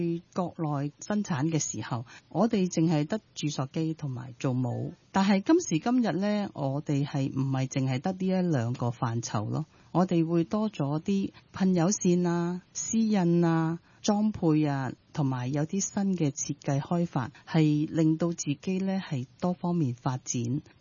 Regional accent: Guangdong, China; first language Cantonese; Chinese is a second language; 因为我发觉中山的文化和最好一件事就是可以讲广东话，即是广东话是我们的母语啦，因为在当时来讲我们的国语是一般般咯

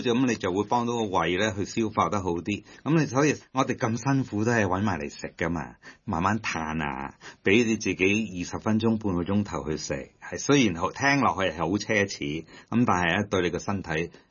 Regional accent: Hong Kong; 我哋香港人呢就係、是、真係非常忙碌嘅，

